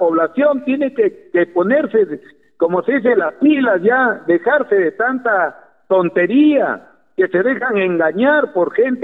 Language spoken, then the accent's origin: Spanish; Olmos, Lambayeque, Peru; yo he venido a luchar por mi pueblo.